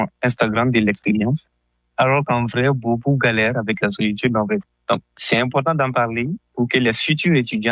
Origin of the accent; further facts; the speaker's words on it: Mali; moved away as an adult; now in Brussels, Belgium; Je viens du Mali. Je suis arrivé en Europe depuis octobre 2025. Et je suis actuellement en première année licence.